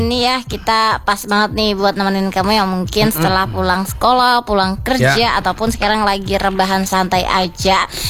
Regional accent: Indonesia; kita kan tinggal di Indonesia, dari kecil di Indonesia, tumbuh di Indonesia.

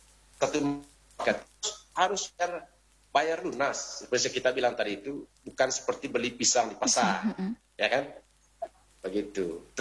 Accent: Manggarai, East Nusa Tenggara, Indonesia; kita sebagai orang Manggarai

